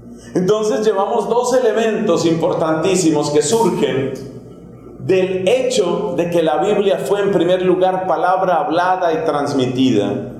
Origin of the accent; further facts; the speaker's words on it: Colombia; Este año se ha exaltado muchísimo en mi país la figura de Gabriel García Márquez.